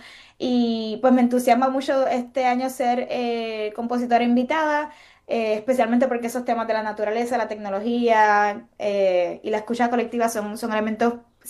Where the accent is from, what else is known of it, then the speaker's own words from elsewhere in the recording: Puerto Rico; now in Brooklyn, United States; Yo soy radicada ahora mismo en Brooklyn, Nueva York, pero nací y crecí en Puerto Rico y voy mucho a la isla